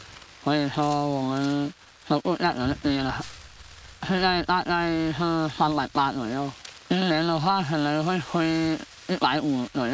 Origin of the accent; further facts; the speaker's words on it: Zhanjiang, Guangdong, China; 我们湛江这边气候好点嘛，光照也多